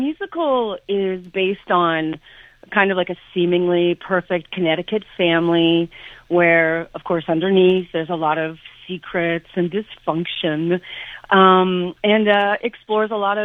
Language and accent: English; Canada; I'm Canadian